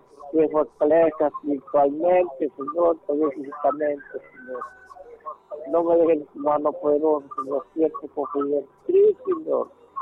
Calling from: La Masica, Atlántida, Honduras; De aquí, de La Masica.

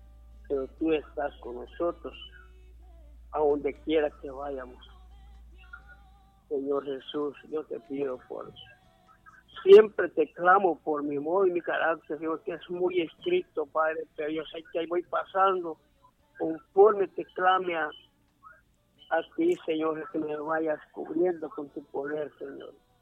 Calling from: Villanueva, Cortés, Honduras

